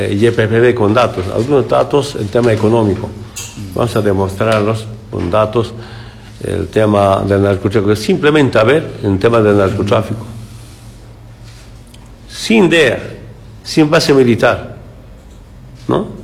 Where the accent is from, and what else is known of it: Bolivia